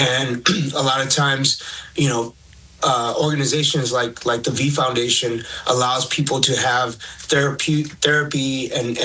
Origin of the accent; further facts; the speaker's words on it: Los Angeles, California, United States; I'm a proud Native American kid from East LA, born in Boyle Heights, and I'm Native American and Mexicano.